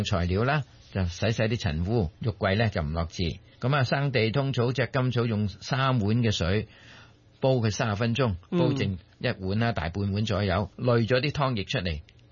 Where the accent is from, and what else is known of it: Guangdong, China